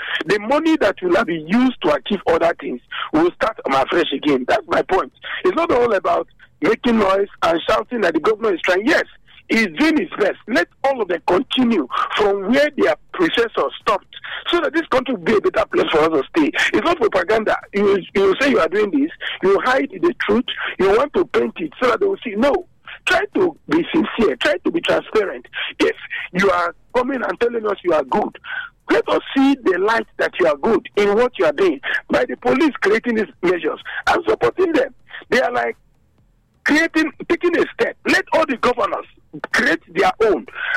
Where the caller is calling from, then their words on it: Benin City, Edo, Nigeria; Yes, I'm calling from Mission Road.